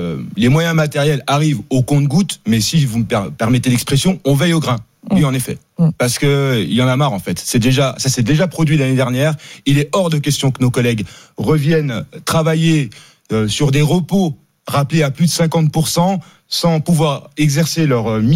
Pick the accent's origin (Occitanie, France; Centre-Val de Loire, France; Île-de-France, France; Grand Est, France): Île-de-France, France; Paris; Alors moi, je suis parisien.